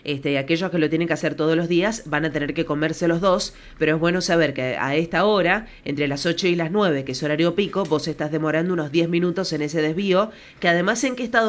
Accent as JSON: {"language": "Spanish", "town": "Guaymallén", "region": "Mendoza", "country": "Argentina", "said": "Bueno, nosotros todos vivimos en departamentos distintos, salvo con la Pato, que somos las dos de Guaymallén."}